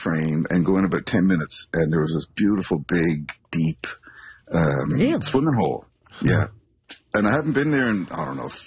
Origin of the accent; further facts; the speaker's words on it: Carbonear, Newfoundland and Labrador, Canada; growing up in Carbonear